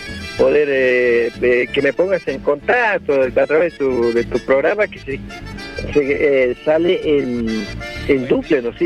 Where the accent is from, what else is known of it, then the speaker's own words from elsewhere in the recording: Argentina; born there; también son de allá de mi pago, ellos nacieron también en el paraje Mochimo, donde yo nací